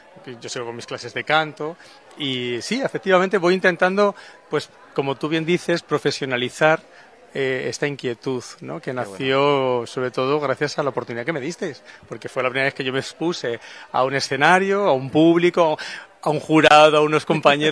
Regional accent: Madrid, Community of Madrid, Spain; bueno, yo efectivamente, como bien tú dices, vengo de Madrid, y Madrid no deja de ser, como toda gran ciudad, pues una urbe muy estresante

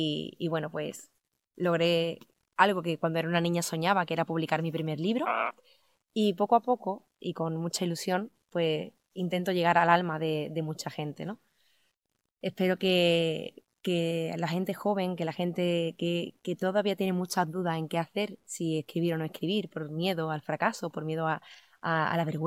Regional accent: Seville, Andalusia, Spain; Soy una poeta sevillana

